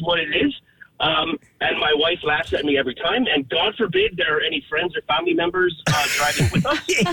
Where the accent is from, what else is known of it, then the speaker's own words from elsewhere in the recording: Connacht, Ireland; now in United States; I am from County Galway. I'm from outside the city.